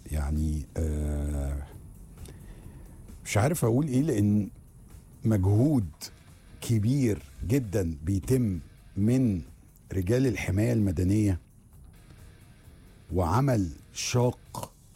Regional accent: Egypt

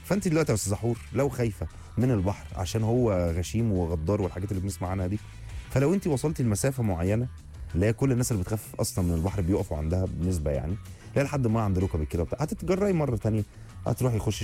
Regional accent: Egypt; بحس ان احنا في جيناتنا كمصريين

